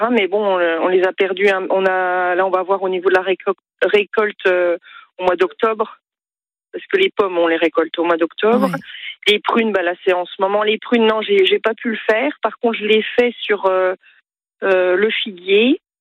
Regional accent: Besançon, Bourgogne-Franche-Comté, France

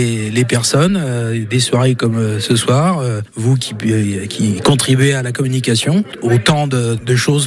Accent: Loire Valley, France; Moi je viens du Val-de-Loire.

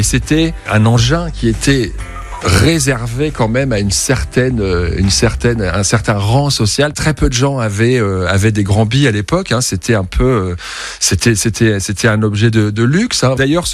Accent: Centre-Val de Loire, France

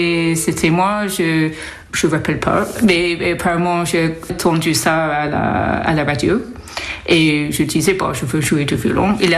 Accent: United Kingdom; French is a second language; moved away as an adult; also born or lived in Provence; now in Clermont-Ferrand, France; comme tous les enfants britanniques, j'ai appris le français à l'école. Peut-être je commençais à l'âge de 8 ans, 9 ans.

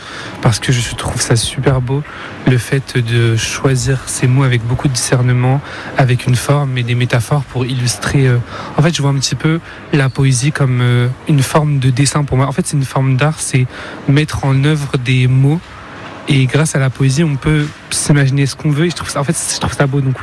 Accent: Tours, Centre-Val de Loire, France; je viens de Tours

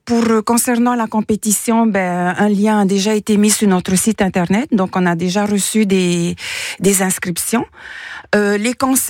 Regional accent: Moorea, Windward Islands, French Polynesia; je suis mariée, j'ai deux garçons, je viens de la Polynésie française. Je suis originaire de l'île de Mo'orea, qui est l'île sœur de Tahiti, en face de l'île de Tahiti.

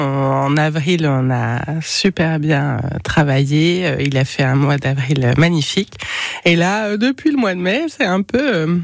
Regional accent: Bourgogne-Franche-Comté, France; moved away as an adult; Et il me tenait à cœur de revenir dans ma région d'origine.

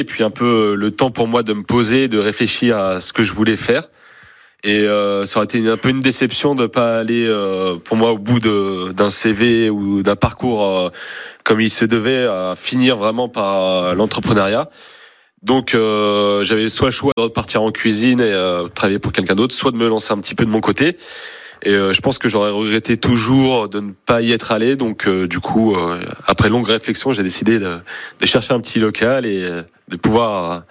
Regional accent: Valence, Auvergne-Rhône-Alpes, France; Ouais, alors nous on est de Valence, mais on n'est pas sur Bourg-de-Péage directement, mais on est juste à côté, ouais.

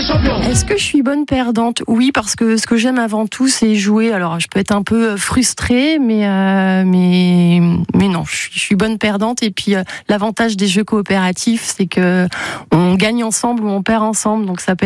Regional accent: Laxou, Grand Est, France; born there; moved away as an adult; now in Le Mans, France; j'ai 44 ans. Je suis née à Laxous et en Meurthe-et-Moselle, à côté de Nancy. Et j'habite Le Mans depuis octobre 2006.

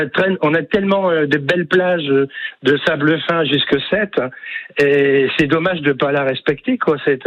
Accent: Hauts-de-France, France; now in Agde, France; je suis originaire de là-haut, du Nord, Pas-de-Calais.

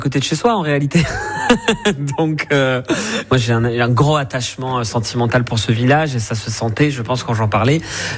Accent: Bordeaux, Nouvelle-Aquitaine, France; je suis bordelais, enfin je suis né à Senon précisément en 1994 dans une clinique qui malheureusement a été rasée.

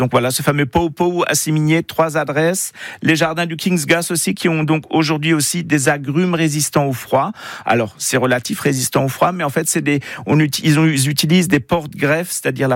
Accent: Grand Est, France; chez nous en Alsace

